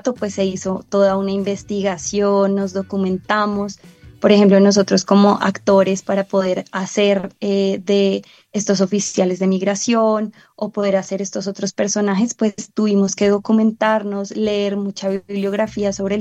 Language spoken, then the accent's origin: Spanish; Colombia; como colombianos y como latinoamericanos